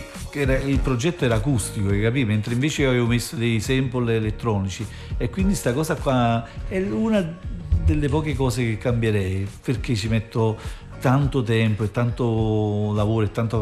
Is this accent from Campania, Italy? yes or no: yes; Naples, Campania, Italy; ma io vengo dall'Arenaccia, ma sicuro che sono io.